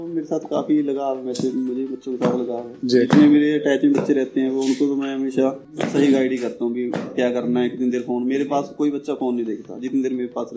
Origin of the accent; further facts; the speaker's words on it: Teja Mohri, Haryana, India; और मैं इस मोड़ी गाँव का निवासी हूँ। मेरी 30+ एज होगी